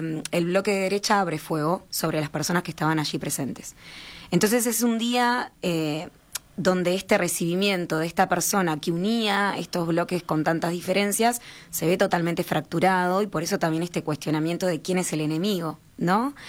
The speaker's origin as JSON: {"language": "Spanish", "country": "Uruguay", "said": "a nosotros como uruguayos, uruguayas"}